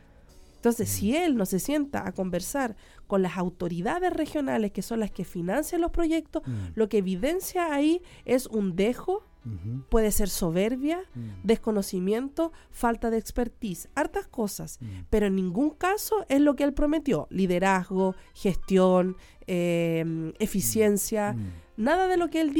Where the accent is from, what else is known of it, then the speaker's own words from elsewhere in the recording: Salamanca, Coquimbo, Chile; nosotros somos también ciudadanos de Salamanca